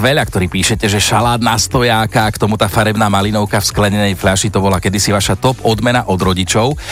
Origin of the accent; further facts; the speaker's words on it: Trnava, Trnava Region, Slovakia; tak som si zašiel do mesta u nás v Trnave